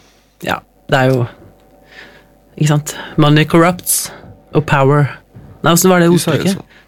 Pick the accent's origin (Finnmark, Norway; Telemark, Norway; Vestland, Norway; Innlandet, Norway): Telemark, Norway; Innskyld, Drangedal er dritfitt, jeg kommer fra Telemark.